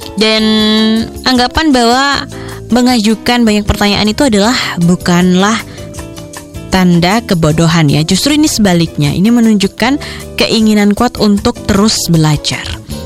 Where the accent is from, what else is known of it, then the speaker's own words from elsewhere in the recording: Java, Indonesia; kadang kita kalau sebagai orang Jawa itu ada namanya pekewoh gitu ya.